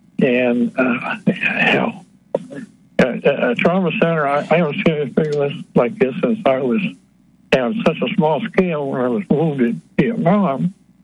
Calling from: Ohio, United States

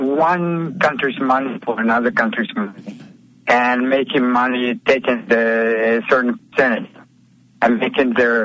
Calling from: Florida, United States; in Florida.

